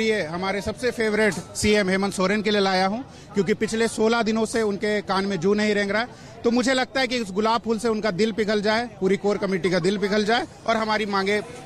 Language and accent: Hindi; Dumka, Jharkhand, India; जी मैं दुमका झारखंड से आया हूँ, सल्थान परगरा क्षेत्र, जो कि जेएमएम का गढ़ है।